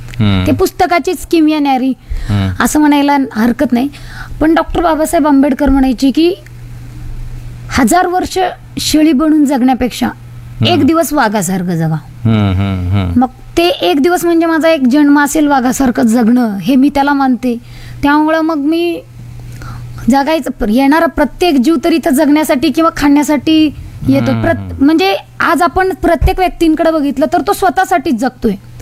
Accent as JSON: {"language": "Marathi", "region": "Maharashtra", "country": "India", "said": "पण मी आवर्जून मी मराठवाड्याची हे वाक्य सांगत असते की मी मराठवाड्यातली आहे, उस्मानाबाद जिल्ह्यातली आहे"}